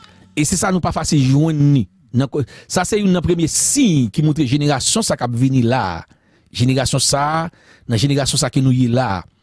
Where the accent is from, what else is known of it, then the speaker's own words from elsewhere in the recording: Haiti; ça, on est haïtien, même pop haïtien, comme des Chili. Pendant que je suis Chili